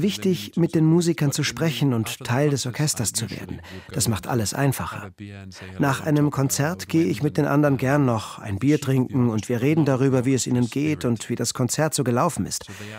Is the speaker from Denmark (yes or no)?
yes; Denmark; German is a second language; moved away as an adult; also born or lived in Finland; now in Magdeburg, Germany; Ich komme ja aus Dänemark und habe in Finnland studiert.